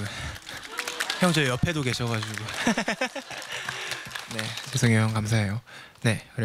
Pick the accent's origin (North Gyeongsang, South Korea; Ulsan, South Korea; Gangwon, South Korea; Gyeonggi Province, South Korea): Gyeonggi Province, South Korea; Siheung; 저는 경기도 시흥시 매화동에서 왔습니다.